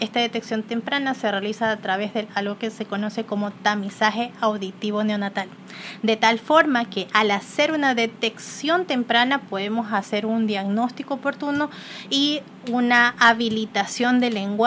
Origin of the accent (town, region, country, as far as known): Ecuador